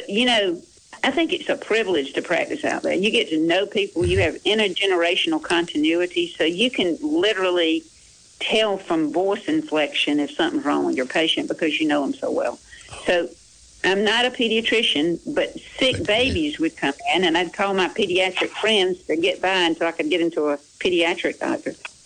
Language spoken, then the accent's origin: English; Sandersville, Georgia, United States